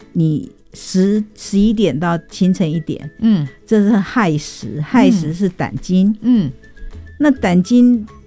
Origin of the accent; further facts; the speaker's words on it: Taiwan; 我们台湾话说做裸